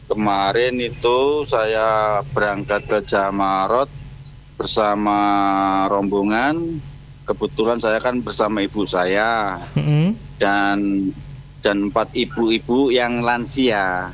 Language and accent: Indonesian; East Java, Indonesia; born there; now in Sawahan, Nganjuk, Indonesia; Kelahiran Ngeronggo, cuma domisili di Sawahan.